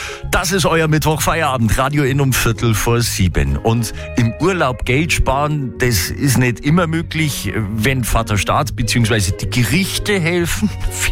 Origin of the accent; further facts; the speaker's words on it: Germany; Wir Deutschen sind ja dafür bekannt, dass wir gerne mit dem Handtuch am Pool die Liege reservieren.